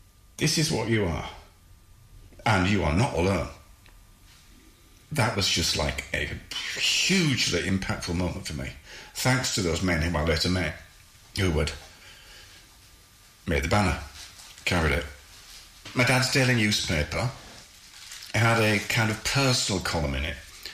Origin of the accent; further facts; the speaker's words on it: Hull, Yorkshire and the Humber, United Kingdom; I was born and brought up in Hull, still living in Hull at the time.